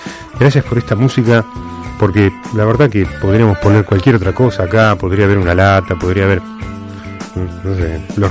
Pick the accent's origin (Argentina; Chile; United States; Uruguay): Argentina